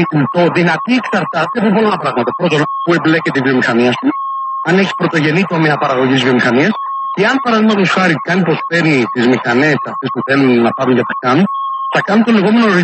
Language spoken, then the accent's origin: Greek; Brussels, Brussels-Capital Region, Belgium; επειδή εγώ μεγάλωσα στις Βρυξέλλες, δεν είναι οι ίδιες Βρυξέλλες που μεγάλωσα